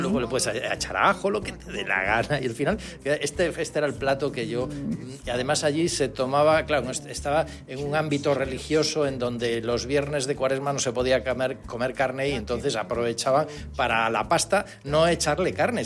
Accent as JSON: {"language": "Spanish", "town": "Ferrol", "region": "Galicia", "country": "Spain", "also_born_or_lived": "Salamanca", "moved": "yes", "lives_now": "Palma, Spain", "said": "me recordaba mi tierra, Galicia."}